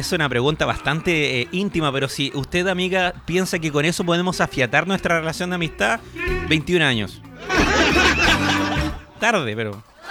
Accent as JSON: {"language": "Spanish", "town": "Valdivia", "region": "Los Ríos", "country": "Chile", "moved": "yes", "said": "Yo soy de Valdivia, amigo. No soy de acá."}